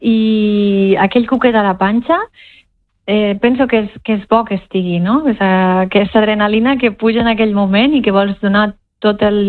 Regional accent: Fontanella, Catalonia, Spain; hem anat a molts pobles, o fins i tot al meu poble, també Fontanella, també he tocat aquest dia

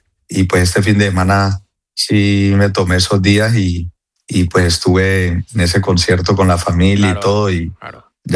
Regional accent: Cali, Valle del Cauca, Colombia

